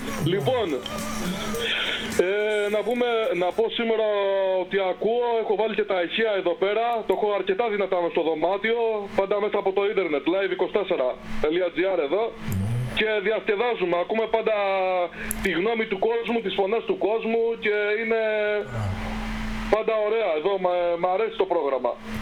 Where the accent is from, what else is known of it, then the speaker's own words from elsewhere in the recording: Kalamaria, Central Macedonia, Greece; από Καλαμαριά.